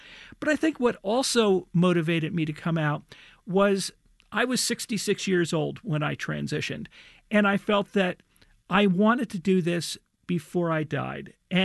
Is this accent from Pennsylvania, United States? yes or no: no; Cranford, New Jersey, United States; I came out first at a public meeting in my hometown of Cranford, New Jersey, and I was scared to death when I was sharing this.